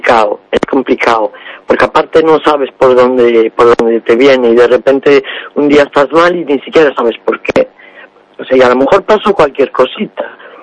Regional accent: Vigo, Galicia, Spain; moved away as an adult; now in Ourense, Spain; Yo, por ejemplo, soy de Vigo. Yo cuando me vine a vivir para Orense, a mí me costó un mundo adaptarme al clima.

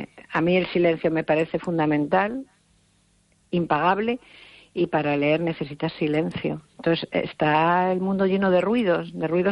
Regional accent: Pontevedra, Galicia, Spain; Galician is a second language; also born or lived in Bilbao; cando puiden vir para Galicia, que son de Pontevedra, o primeiro que fixen foi aprender o galego que non sabía

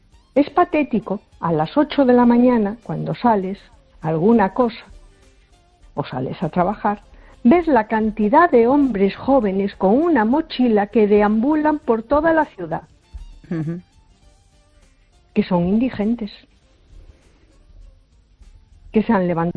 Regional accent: A Coruña, Galicia, Spain

